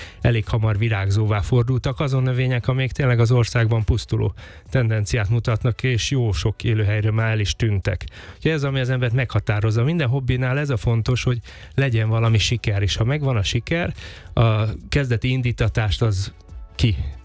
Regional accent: Debrecen, Hajdú-Bihar, Hungary; born or raised there; now in Budapest, Hungary

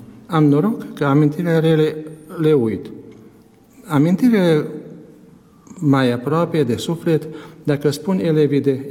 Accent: Pusztaottlaka, Békés, Hungary; Anii copilăriei am petrecut la Otla Capustă, e un sat mic, mai de mult cu mulți locuitori români. Acum nu prea sunt români în sat. Acolo am umblat la școala generală din 1958 până la 1966. Am locuit la Sălaș

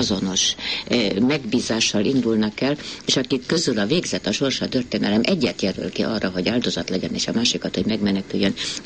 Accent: Debrecen, Hajdú-Bihar, Hungary; born there; magyar vagyok, és nagyon ragaszkodom a szülővárosomhoz.

